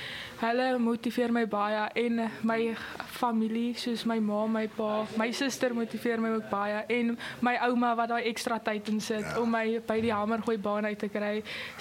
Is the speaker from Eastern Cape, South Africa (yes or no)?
yes; Dispatch, Eastern Cape, South Africa; Goeie allemaal … ek kom ook van Dispatch af. Ek gaan school in Hoërskool Dispatch